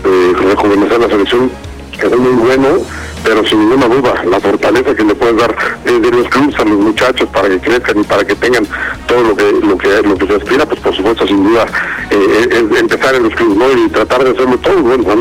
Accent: Mexico; Quiero llegar, yo tengo, y quiero pelear por mi puesto como mexicano

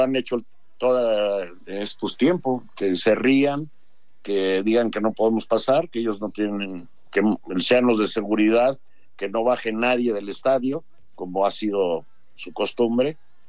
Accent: Mexico; Nosotros no queremos que un extranjero venga a decirnos qué hacer en nuestro país.

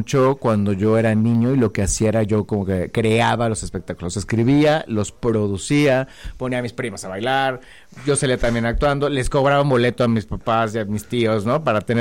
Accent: Mexico; nosotros somos muy mexicanos y mucho más dramáticos

